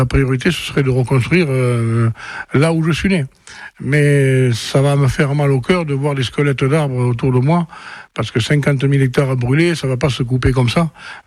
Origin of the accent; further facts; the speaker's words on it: Saumos, Nouvelle-Aquitaine, France; born there; Je suis né à Somos, là où il y a eu tous ces incendies, Somos, le porche, le temple, etc.